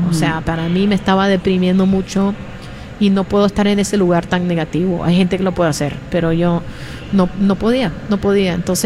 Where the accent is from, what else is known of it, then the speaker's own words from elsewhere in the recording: Nicaragua; pero yo siempre digo que soy de Nicaragua porque